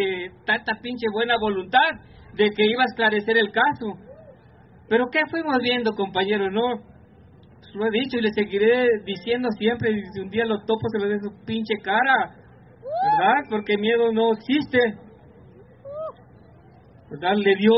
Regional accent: Mexico

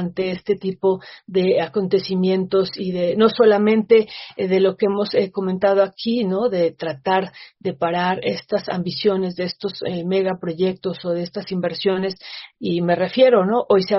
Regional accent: Mexico; territorios como el mexicano, pues donde estamos rodeados de mar

